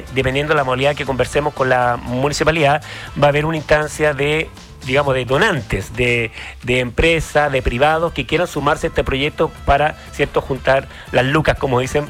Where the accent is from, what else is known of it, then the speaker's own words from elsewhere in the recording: Valparaíso, Chile; Yo soy porteño